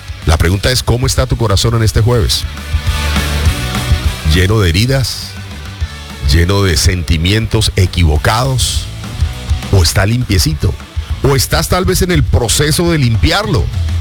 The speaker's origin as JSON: {"language": "Spanish", "town": "Ibagué", "region": "Tolima", "country": "Colombia", "tie": "born there", "moved": "yes", "said": "Nací en la ciudad musical de Colombia, Ibagué. Y no sigo por ese lado porque termino colocando el boom de tolimense. Soy colombiano de nacimiento, muy jovencito salí de Colombia, pero voy cada vez que puedo."}